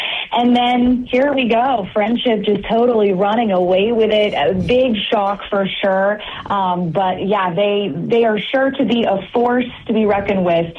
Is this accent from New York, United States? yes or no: no; Oklahoma, United States; now in Lubbock, United States; I'm from Oklahoma, and so I know football, but coming down here to West Texas, I knew this was the big leagues